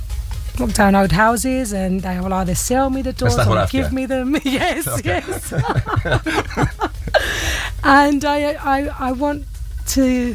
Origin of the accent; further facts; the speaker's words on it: London, United Kingdom; now in Cyprus; Yes, I was born and raised in North London.